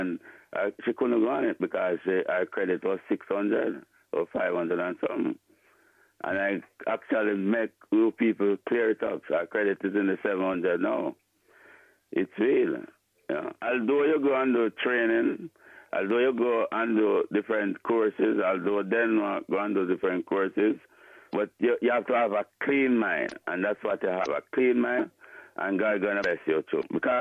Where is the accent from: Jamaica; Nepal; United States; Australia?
Jamaica; This is a gift, and I'm a Jamaican, and I please the work what you're doing for Jamaica.